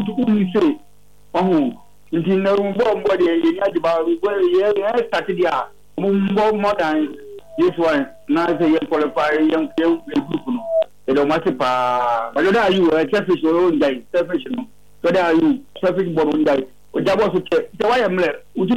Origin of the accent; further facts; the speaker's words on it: Obuasi, Ashanti, Ghana; I'm from the Kingston, Kasefri, Obuasi.